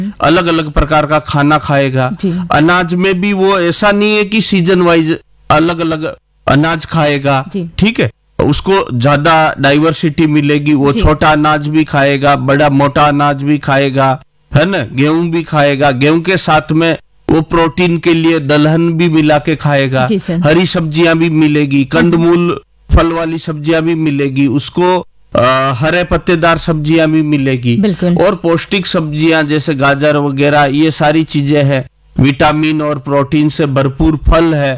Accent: Rajasthan, India; हम जिस एरिया से आते हैं या हमारा जो वागड़ है हमारे यहाँ पे हर किसान की एवरेज अगर हम खेत देखेंगे तो मुश्किल से 4 बीघा 5 बीघा 6 बीघा मतलब हमारे पास ज्यादा जमीन नहीं है

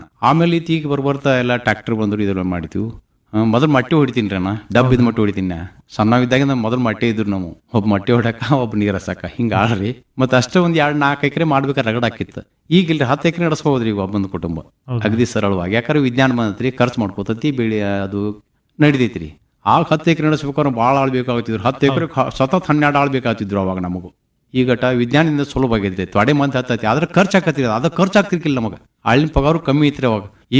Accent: Kemmanakul, Karnataka, India; ನಮ್ಮ ಊರ ತಪ್ಸಿ ಕೆಮ್ಮಣಕುಲ್ರಿ, ಗೋಕಾಕ್ ತಾಲೂಕ ಹಳ್ರಿ, ಅರವಾ ವಿಭಾಗ.

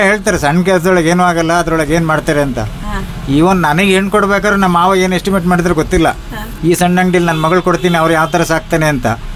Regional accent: Shivamogga, Karnataka, India; ಇಲ್ಲೇ ಶಿವಮೊಗ್ಗದಲ್ಲೇ ನಾನು ಹುಟ್ಟಿದ್ದು. ನನ್ನ ವಿದ್ಯಾಭ್ಯಾಸ ಎಲ್ಲ ಶಿವಮೊಗ್ಗನೇ

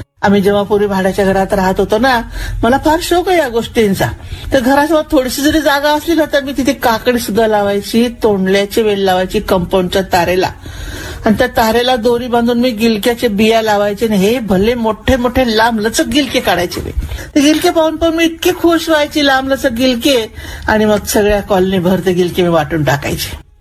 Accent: Kapadne, Maharashtra, India; आमच्या खानदेशात धुळ्याजवळ आमचं गाव आहे छोटस कापडणे नावाचं खेड

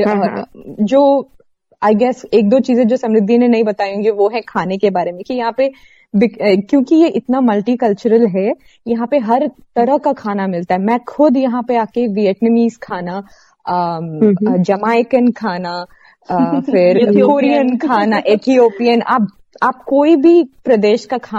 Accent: Kerala, India; first language Malayalam; Hindi is a second language; also born or lived in Coimbatore / Bangalore; मैं एक्चुअली एक मलयाली हूँ। मेरे पेरेंट्स मलयाली हैं, मैं मलयाली हूँ, घर में हम लोग मलयालम में बात करते हैं फैमिली में, मगर मैं पैदा कोयम्बतूर में हुई थी जो तमिलनाडु में है

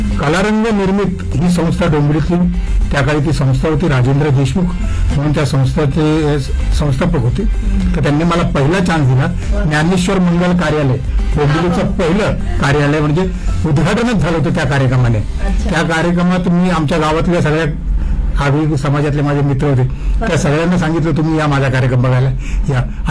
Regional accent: Mumbai, Maharashtra, India; मी आधी मुंबईत राहायचो. Okay. वरील कोळीवाडा हे माझं गाव आणि कोळीवाडा म्हटलं की संपूर्ण कोळ्यांचं गाव आहे ते.

